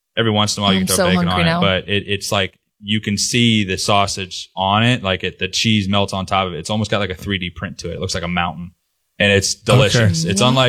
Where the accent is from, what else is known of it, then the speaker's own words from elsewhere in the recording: Atlanta, Georgia, United States; I'm from Atlanta.